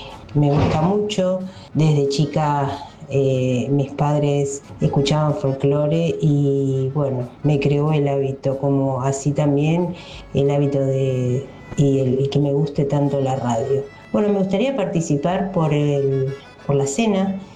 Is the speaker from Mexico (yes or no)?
no; Floresta, Buenos Aires, Argentina; de Floresta, pero trabajando en Boedo, como todas las tardes y noches, y haciéndome compañía.